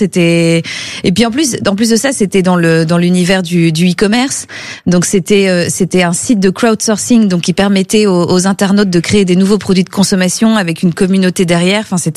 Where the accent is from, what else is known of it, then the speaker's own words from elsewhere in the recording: Hauts-de-France, France; moved away as an adult; c'était pour me libérer du poids du nom de famille, de quitter le Nord, quitter la France et découvrir qui j'étais en tant que … pas uniquement en tant